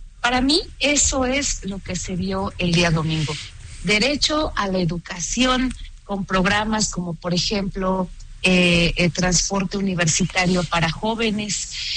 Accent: Mexico City, Mexico; Yo soy de Tlalpan, del sur de la ciudad, de estas zonas que son conurbadas al centro

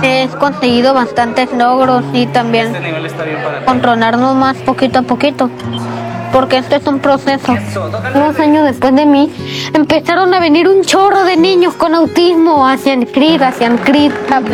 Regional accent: Tijuana, Baja California, Mexico

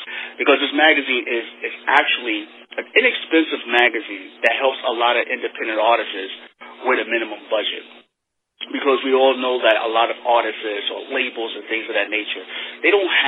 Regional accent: New York, United States; also born or lived in Florida; Well, I'm from New York, and right now I live in, I'm still in New York currently, Long Island and Coppay.

